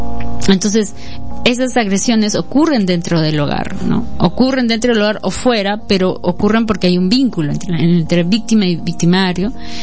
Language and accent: Spanish; Peru; como ciudadanos peruanas y peruanos también los tenemos